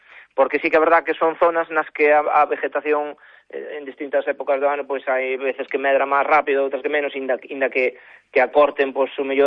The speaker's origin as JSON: {"language": "Galician", "town": "Vimianzo", "region": "Galicia", "country": "Spain", "said": "bueno, pues eu son de Vimianzo, sí, pero vivo en C"}